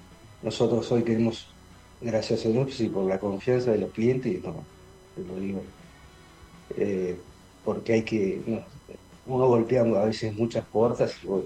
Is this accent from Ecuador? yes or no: no; Neuquén, Argentina; somos gente de Neuquén